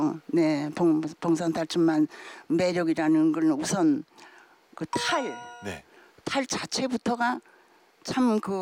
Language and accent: Korean; Sariwon, North Hwanghae, North Korea; 그 황해도 사리원 경암산 앞에 그 어릴 때 거기서 그 놀면서 자라면서 거기서 춤을 췄기 때문에 네.